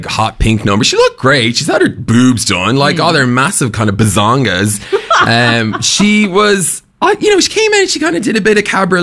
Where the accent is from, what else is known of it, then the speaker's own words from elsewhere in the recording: Ireland; I'm Irish.